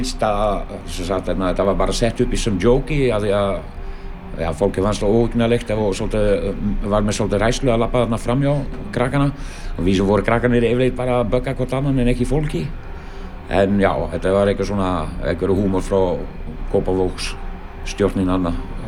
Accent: Belgium; Icelandic is a second language; now in Iceland

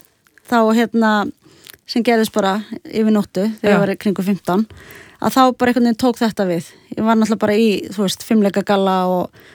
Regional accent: Reykjavík, Capital Region, Iceland; also born or lived in Sweden; svo er ég bara alin upp í Vesturbæ Reykjavíkur, West Side.

